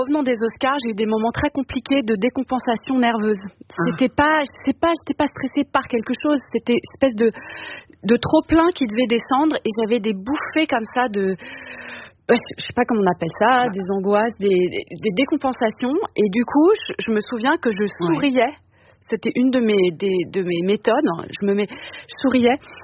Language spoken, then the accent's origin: French; France; Merci. On est de la France.